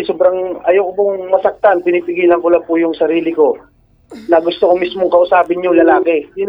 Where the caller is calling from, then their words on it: Calabarzon, Philippines; po ng Laguna.